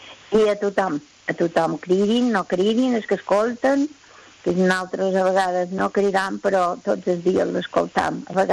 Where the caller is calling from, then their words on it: Son Ferriol, Balearic Islands, Spain; de Son Ferriol.